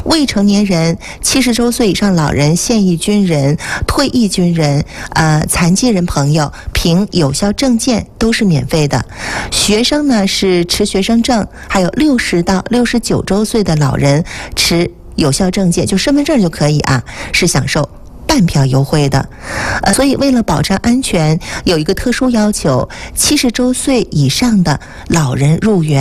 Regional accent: Jinzhou, Liaoning, China; 就在节目当中啊，以一个土生土长的锦州人的角度啊跟大家讲

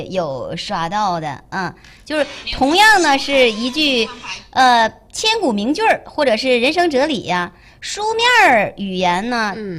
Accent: Northeast China, China

